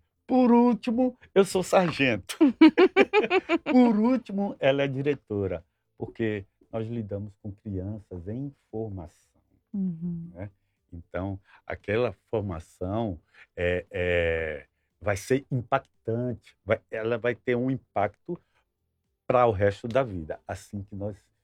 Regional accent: São Paulo, Brazil; also born or lived in Sergipe / Livramento; now in Nova Prata, Brazil; Eu sou paulista, né? Mas fui para Sergipe. Lá eu casei com Denise, a minha esposa. Já tem 37 anos de casado. E depois eu vim transferido para cá, para Livramento.

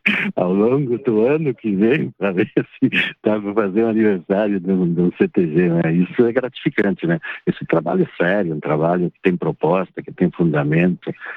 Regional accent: Vista Alegre do Prata, Rio Grande do Sul, Brazil; born there; Nasci lá no Zandrigueto.

